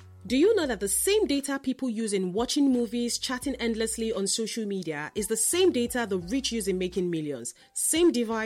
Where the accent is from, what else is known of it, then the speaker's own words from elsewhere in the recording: Nigeria; as a Nigerian